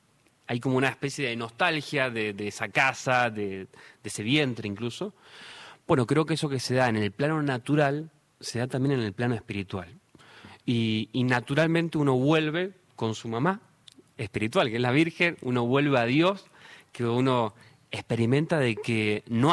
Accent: Argentina; creo que Messi, como un argentino común que nos representa

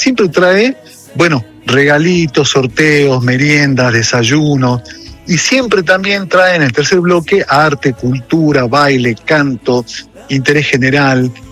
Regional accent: Jujuy, Argentina; born there; also born or lived in Salta; Si, ajá, yo bien soy jujeño, sí, hincha del Lobo jujeño también.

